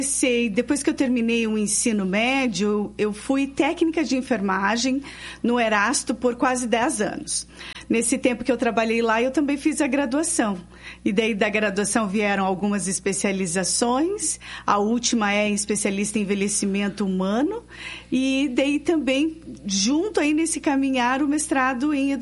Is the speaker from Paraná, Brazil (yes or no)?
yes; Curitiba, Paraná, Brazil; born there; also born or lived in Francisco Beltrão / Pérola d'Oeste / Barracão; Eu sou nascida aqui em Curitiba.